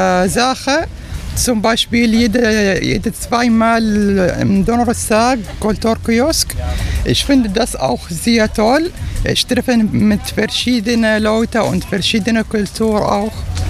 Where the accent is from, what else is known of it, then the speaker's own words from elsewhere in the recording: Syria; German is a second language; moved away; ich komme aus Syrien.